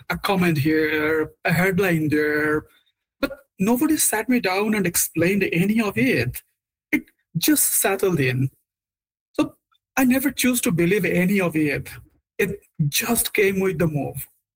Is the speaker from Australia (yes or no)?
no; Bangladesh; now in Canada; as you already know that I'm from Bangladesh, right? You know that it was under British rule for nearly 200 years and then under Pakistan for 24 more.